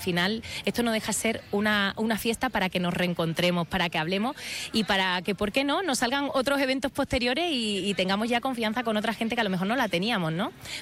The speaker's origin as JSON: {"language": "Spanish", "town": "Huelva", "region": "Andalusia", "country": "Spain", "moved": "as an adult", "lives_now": "Granada, Spain", "said": "yo llevo aquí 17 años en Granada, yo soy de Huelva"}